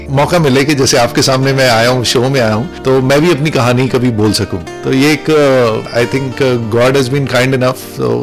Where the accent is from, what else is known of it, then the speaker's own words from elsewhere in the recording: Phagwara, Punjab, India; born there; मेरा जन्म फगवाड़ा में हुआ था, पंजाब में एक शहर है फगवाड़ा।